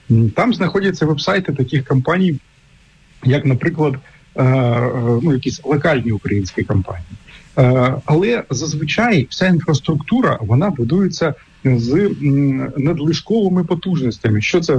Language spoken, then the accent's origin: Ukrainian; Sumy Oblast, Ukraine; мою рідну Сумську область